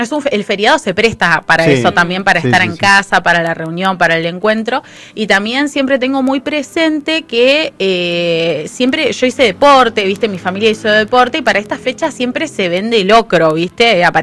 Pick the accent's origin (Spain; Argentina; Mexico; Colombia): Argentina; no la pasamos bien como argentinos.